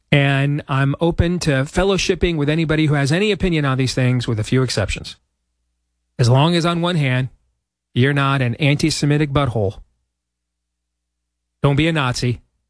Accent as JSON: {"language": "English", "region": "Iowa", "country": "United States", "said": "Chris McGonigal from my home state of Iowa is going to join us"}